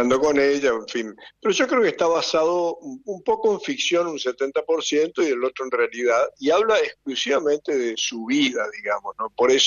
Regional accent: Corrientes, Argentina; nosotros somos del lado del Paraná, digamos … del lado del Paraná

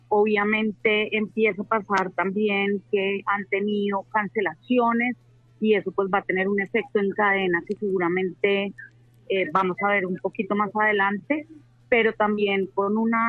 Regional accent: Colombia

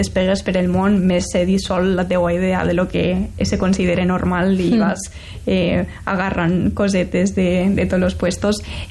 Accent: Benicarló, Valencian Community, Spain; moved away as an adult; jo quan vaig créixer aquí a Benicarló

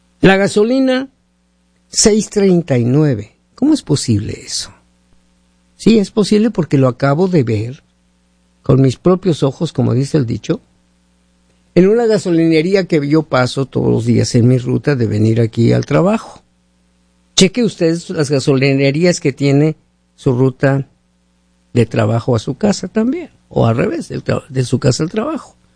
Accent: Mexico; now in United States; Yo he ido a mi tierra, y allá en mi tierra, una sandía está entre $1 y $2.

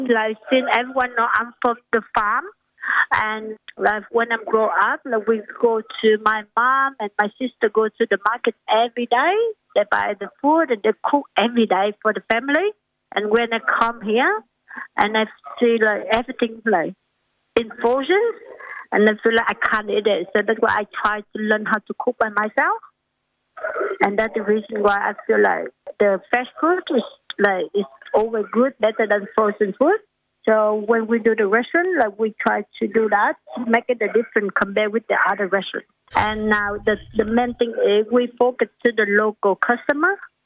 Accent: Vietnam; English is a second language; moved away as an adult; now in Australia; Yeah, I'm from Vietnam. So I've been here 2011 with overseas students. And I'm studying accounting, the master degree in Griffith University.

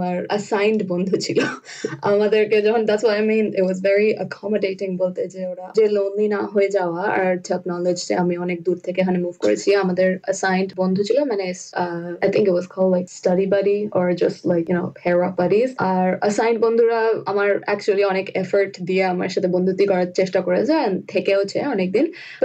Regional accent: India; born there; moved away

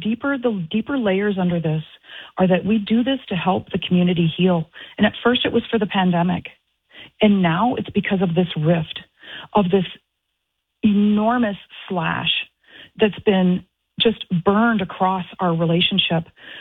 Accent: Canada; out of my love and respect for my homeland, for what my homeland did for me as a Canadian, coming from an impoverished family where, you know, our lineage struggled.

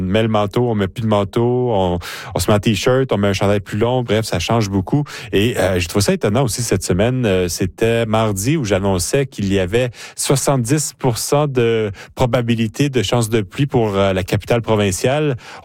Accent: Canada; je suis un vrai Canadien.

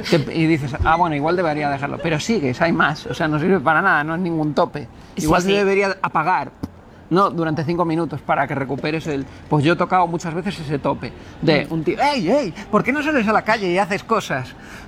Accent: Canary Islands, Spain; born there; Porque yo nací en Canarias, tú eres canario. No te olvides nunca, me decía así con pasión.

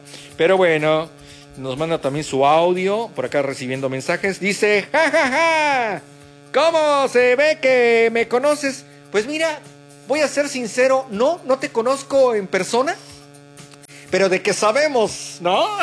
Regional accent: Mexico; todos somos hermanos mexicanos

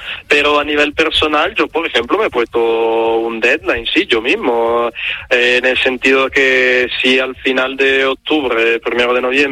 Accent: Italy; now in Ceuta, Spain; porque como yo soy italiano, en Ceuta me lo paso increíble, pero también yo no tengo familia aquí ni nada, entonces podría irme si quiero.

